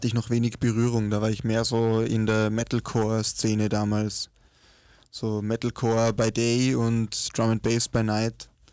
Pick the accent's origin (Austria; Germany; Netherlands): Austria; Vorarlberg; moved away as an adult; now in Vienna, Austria; ich habe Klarinette gelernt in Vorarlberg und habe da ewig im Orchester gespielt und in der Militärmusik dann auch über ein Jahr, bevor ich nach Wien gezogen bin.